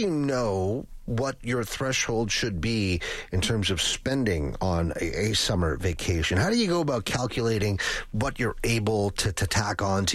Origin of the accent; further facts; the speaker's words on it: Lloydminster, Canada; now in Edmonton, Canada; I'm from Lloyd, and we have the world's largest sundial.